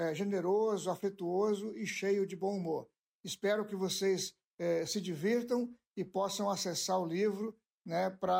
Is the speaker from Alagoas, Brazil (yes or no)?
no; Marcelino Ramos, Rio Grande do Sul, Brazil; na minha cidade natal, que é Marcelino Ramos, no Rio Grande do Sul